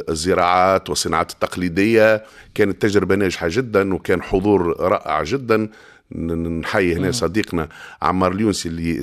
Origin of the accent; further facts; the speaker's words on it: Le Kef, Kef Governorate, Tunisia; هذيك بلادنا وهذيك حومتنا وذاك موطأ معناها القدم وهذاك مسقط الرأس